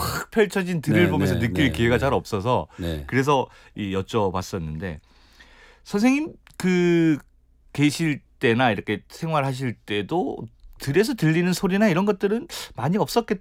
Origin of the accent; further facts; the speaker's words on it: Tongyeong, South Gyeongsang, South Korea; moved away; 저는 이제 나고 자라기를 한산도 섬에서 이제 컸으니까